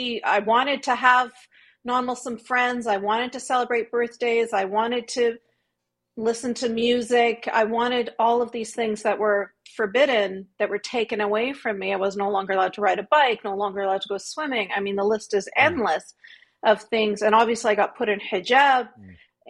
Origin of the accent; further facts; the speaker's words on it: Vancouver, British Columbia, Canada; I was born and raised in Vancouver. My mom is from Cairo, Egypt. My dad is from Gaza.